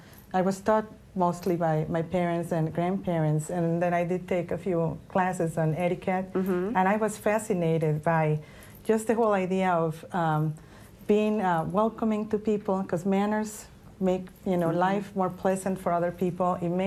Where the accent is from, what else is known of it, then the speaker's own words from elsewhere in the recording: Mexico City, Mexico; I grew up in Mexico City and grew up in a family that manners were very important in my family.